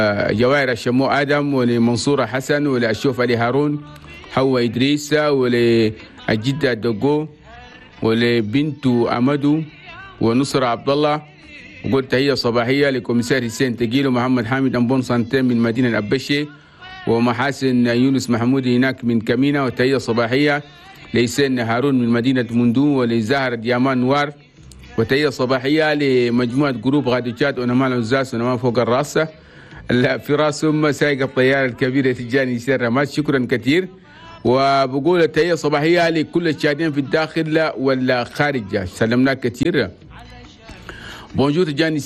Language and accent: Arabic; Chad; وفي بلدنا تشاد نقول لكم صباح سعيد من الإزالة الوطنية التشادية